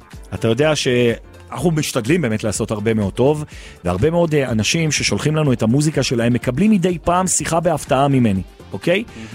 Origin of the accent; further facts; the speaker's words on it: Jerusalem, Jerusalem District, Israel; כי אנחנו ירושלמים.